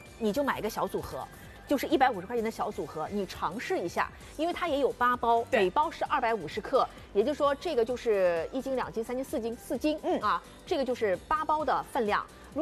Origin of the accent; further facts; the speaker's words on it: Jiangxi, China; 你是湖南人，我是江西人，然后我一吃啊，脸已经有点辣红了，